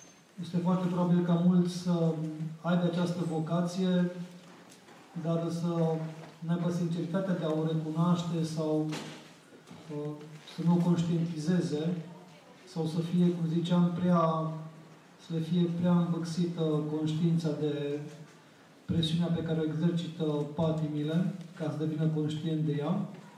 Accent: Romania

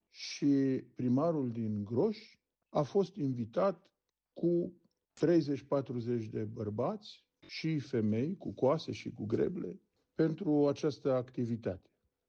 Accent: Vințu de Jos, Alba County, Romania; moved away as an adult; now in Groși, Romania; amintind faptul că sunt originar de la Vințul de Jos, deci de pe meleagurile dumneavoastră, dar de 30 de ani îmi îndeplinesc misiunea, viața și activitatea pe meleaguri maramureșene

